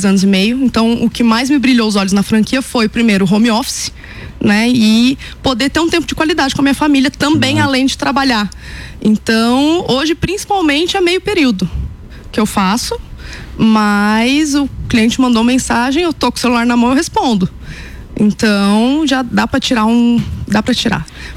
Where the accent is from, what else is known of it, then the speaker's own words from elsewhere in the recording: São José dos Campos, São Paulo, Brazil; also born or lived in Japan / Germany; Eu sou de São José dos Campos e morei um ano no Japão.